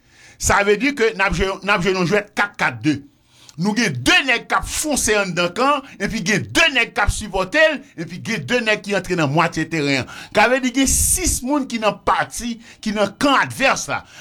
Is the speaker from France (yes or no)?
no; Haiti; Moi je suis un haïtien, je ne le dis pas avec ma bouche, mais je le dis dans mes actes.